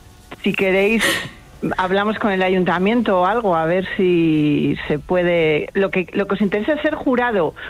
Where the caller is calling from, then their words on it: Grijota, Castile and León, Spain; en realidad vivo en Grijota, que está muy cerquita, al lado